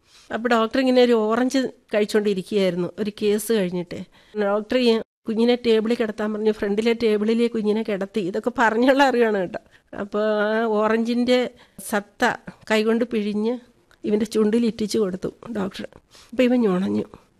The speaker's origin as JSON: {"language": "Malayalam", "town": "Rajakkad", "region": "Kerala", "country": "India", "said": "ഇടുക്കിയിലാണ്, Idukki Rajakkad."}